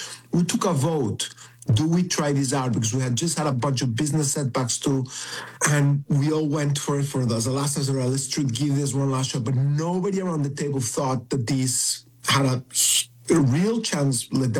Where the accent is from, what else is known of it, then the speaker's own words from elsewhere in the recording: Mexico; Grew up in Mexico. My father grew up in Lithuania